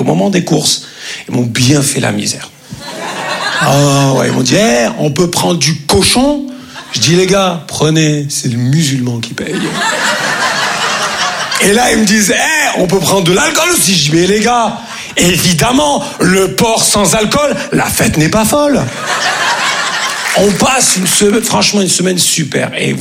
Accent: Grand Est, France; Comme on dit chez nous en Lorraine.

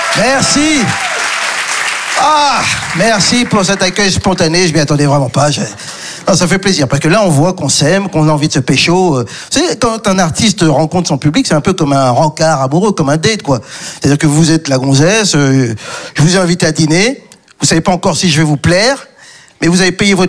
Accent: Belgium; Surtout quand on est belge et congolais, quoi. Je veux dire, les Américains, ils connaissent rien de la Belgique et du Congo.

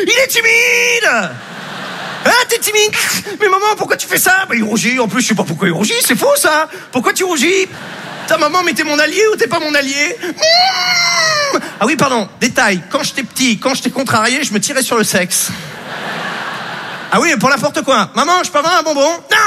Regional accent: Normandy, France; J'ai grandi en Basse-Normandie

